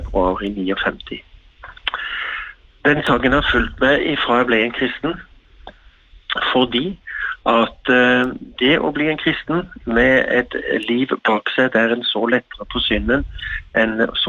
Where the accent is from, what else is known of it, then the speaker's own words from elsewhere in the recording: Agder, Norway; Jeg er fra Sørlandet, bor i Kristiansand